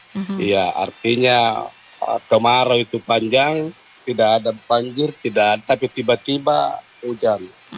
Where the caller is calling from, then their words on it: Makassar, South Sulawesi, Indonesia; saya sebagai orang Makassar